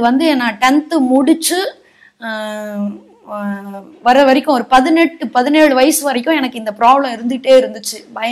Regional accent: Gingee, Tamil Nadu, India; என்னுடைய சொந்த ஊர் வந்து செஞ்சி. செஞ்சிலிருந்து ஒரு 8 கிலோமீட்டர் உள்ள காரானந்தல் அப்படின்ற வில்லேஜ்.

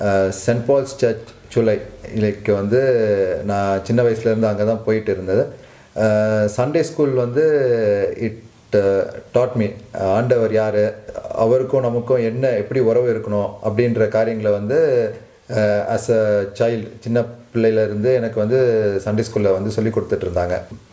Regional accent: Chennai, Tamil Nadu, India; born there; போனது எல்லாமே வந்து சென்னையில் தான். கிறிஸ்டியன் ஃபேமிலி, அம்மா அப்பா வந்து டிவோர்ட் கிறிஸ்டியன்ஸ்.

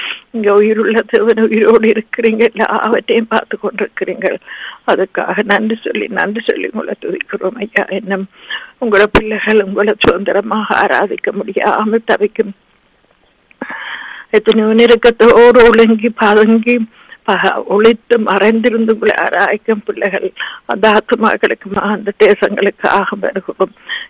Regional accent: Sri Lanka; moved away; நாங்க பிறந்து வளர்ந்த இலங்கை தீவுக்காக

